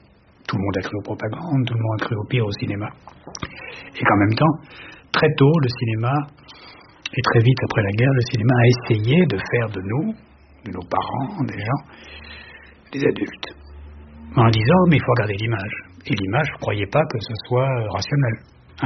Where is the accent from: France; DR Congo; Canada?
France; Paris, Île-de-France; Moi, je suis né à Paris.